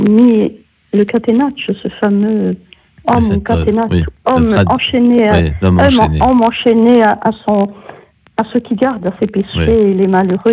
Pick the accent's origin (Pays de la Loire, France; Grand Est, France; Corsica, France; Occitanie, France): Corsica, France; Ajaccio; Ils vont décéder chez nous, enfin à Sartène, puisque moi je suis d'Ajaccio.